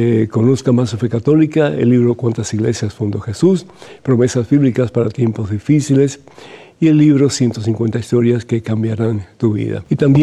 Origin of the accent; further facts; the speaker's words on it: Cuba; Yo soy de Cuba originalmente.